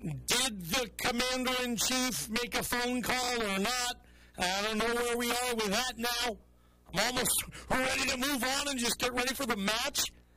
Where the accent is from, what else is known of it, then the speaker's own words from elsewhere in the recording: Seattle, Washington, United States; World Cup in Seattle, my hometown.